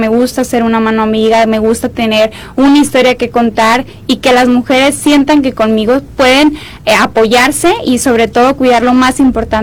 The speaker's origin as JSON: {"language": "Spanish", "country": "Mexico", "said": "las mexicanas que vamos con todo el flow a este certamen"}